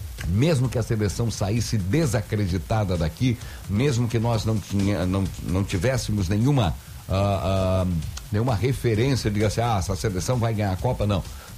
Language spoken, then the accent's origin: Portuguese; Brazil; sou brasileiro, vou torcer pro Brasil